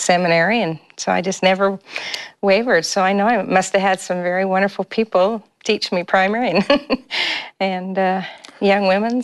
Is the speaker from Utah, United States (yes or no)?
yes; Provo, Utah, United States; also born or lived in Salt Lake City; We only had 1 high school and but I was born in Salt Lake, and then we moved down to Provo.